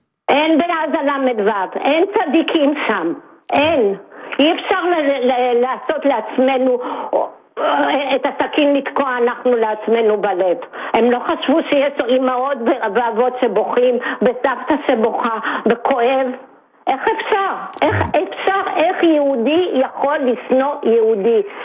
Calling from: Holon, Tel Aviv District, Israel; אני מחולון

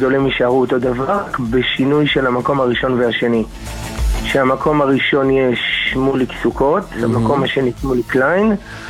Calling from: Central District, Israel; אני מהמרכז, כן.

